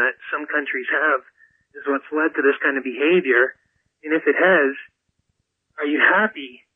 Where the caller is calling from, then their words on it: Canada; As a Canadian, we have a different sense of patriotism up here.